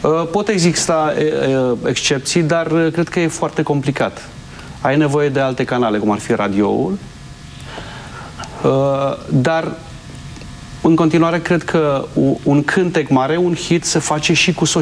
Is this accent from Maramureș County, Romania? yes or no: yes; Baia Mare, Maramureș County, Romania; moved away as an adult; also born or lived in Sălaj; now in Bucharest, Romania; M-am născut în Sălaj, am copilărit în Maramureș, în Baia Mare, și la 18 ani m-am mutat în București.